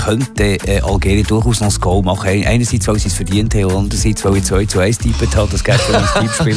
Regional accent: Switzerland; als Schweizer

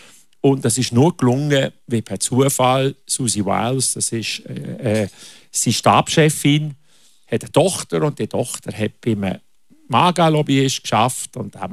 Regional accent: Switzerland; als Diplomat oder als Schweizer kann man gut zu Demokraten stehen

